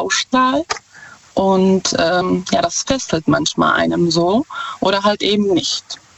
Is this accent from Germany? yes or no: no; Czechia; German is a second language; Ich komme ursprünglich aus Tschechien.